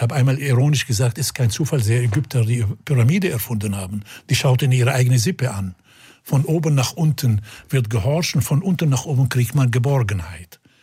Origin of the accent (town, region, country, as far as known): Syria; German is a second language; moved away as an adult; now in Germany